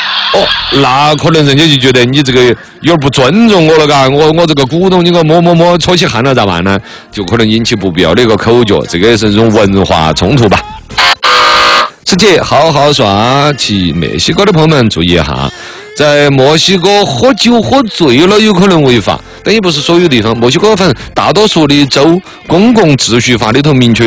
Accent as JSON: {"language": "Chinese", "town": "Chengdu", "region": "Sichuan", "country": "China", "said": "这个尤其我们成都人哈"}